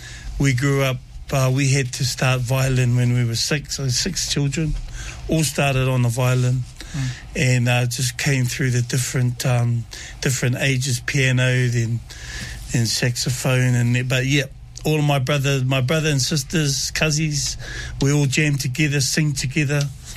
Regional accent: Hamilton, Waikato, New Zealand; moved away as an adult; also born or lived in Wairoa, New Zealand / Hawaii, United States; I grew up in Temple View, by the temple

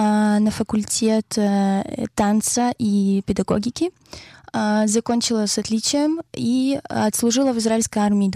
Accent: Kyiv, Ukraine; now in Israel; Я из Украины, из Киева. Я танцовщица.

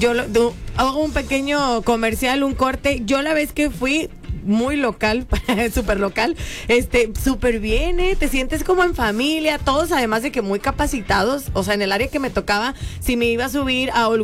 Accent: Los Cabos, Baja California Sur, Mexico; Te dicen, ¿de dónde eres? Ah, pues soy de Los Cabos.

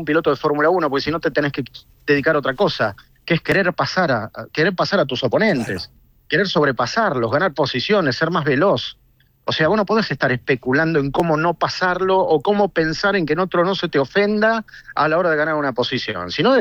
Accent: Argentina; Pero somos divinos los argentinos.

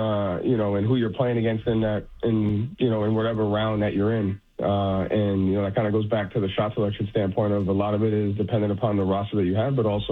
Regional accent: New England, United States; we're all from New England. We all grew up being short being relatively a-holes

